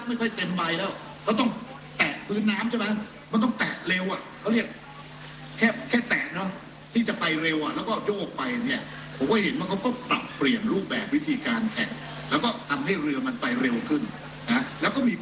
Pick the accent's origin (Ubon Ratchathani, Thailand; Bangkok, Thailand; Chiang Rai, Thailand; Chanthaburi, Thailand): Chanthaburi, Thailand; ผมเกิดที่ริมน้ำจังหวัดจันทบุรีแล้วก็ผูกพันกับสายน้ำนะผมยังจำได้ว่าตอนเด็กๆเนี่ยก็ไปเชียร์เรือนะ